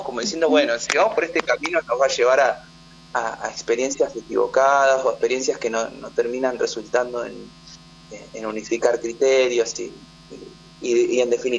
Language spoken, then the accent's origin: Spanish; Neuquén, Argentina; also born or lived in Comodoro Rivadavia / Mar del Plata / Salta / Dolores; Yo nací en Comodoro Rivadavia, después viví mi infancia en Neuquén.